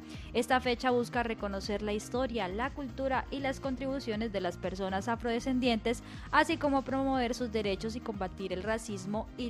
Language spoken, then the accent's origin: Spanish; Colombia; de nosotros los colombianos